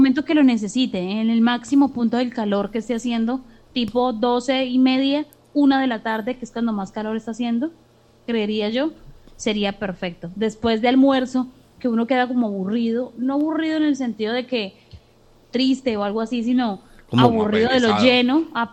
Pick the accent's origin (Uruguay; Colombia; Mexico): Colombia; nosotros somos colombianos y afortunados de tener un café que tomar